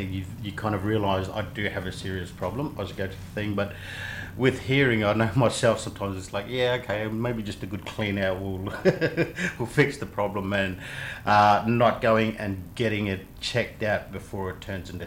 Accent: Australia; we are Australian

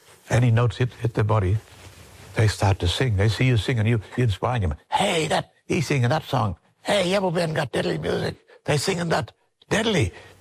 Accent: South Australia, Australia; we're from South Australia.

